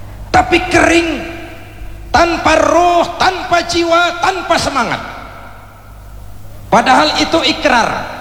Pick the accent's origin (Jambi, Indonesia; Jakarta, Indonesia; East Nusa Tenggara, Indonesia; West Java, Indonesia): Jakarta, Indonesia; Di kampung saya di Jakarta, di Turen